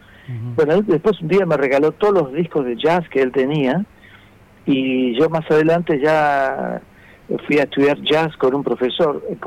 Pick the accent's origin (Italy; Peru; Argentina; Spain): Argentina; Buenos Aires; yo soy de Buenos Aires y acá el día no está tan lindo